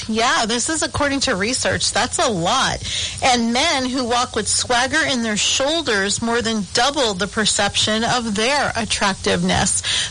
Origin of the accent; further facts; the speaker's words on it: Massachusetts, United States; And I'm from Massachusetts.